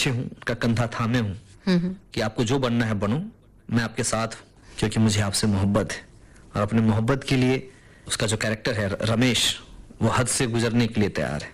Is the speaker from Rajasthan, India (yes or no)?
no; Bihar, India; first language Bajjika; Hindi is a second language; बज्जिका मेरी मातृभाषा है, मेरी दादी, मेरे दादा, मेरे घर में आज भी जब अगर आपके सामने मेरा फोन आ जाए तो मैं अपनी माता जी से, पिताजी से बज्जिका में ही बात करूंगा।